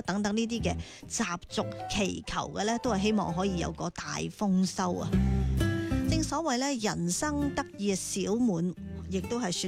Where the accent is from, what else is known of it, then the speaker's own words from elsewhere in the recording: Guangdong, China; 我哋广东人